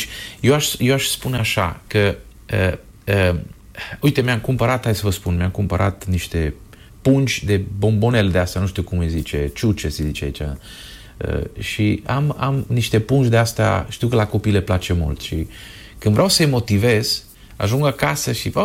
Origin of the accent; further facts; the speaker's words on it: Romania; now in Madrid, Spain; noi suntem români